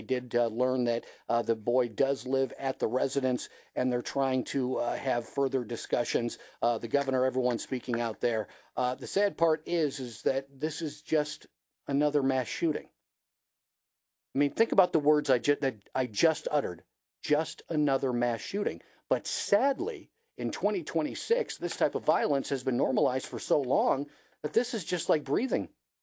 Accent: Toledo, Ohio, United States; moved away; I have always maintained Toledo, Ohio is a nice place to be from.

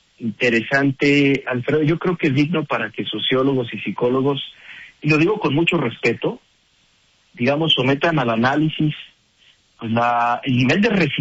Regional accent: Michoacán, Mexico; las y los beneficiados somos los michoacanos.

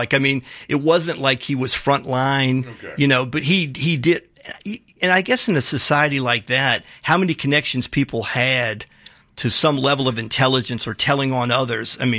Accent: Virginia, United States; I'm from Virginia.

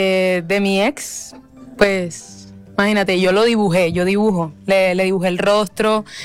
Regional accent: La Guajira, Colombia

